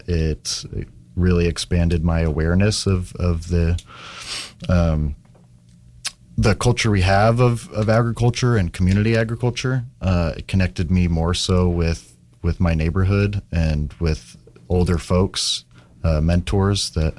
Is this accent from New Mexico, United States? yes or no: yes; Albuquerque, New Mexico, United States; I grew up here in Albuquerque. I went to school all sort of throughout the Southeast Heights International District area, Wilson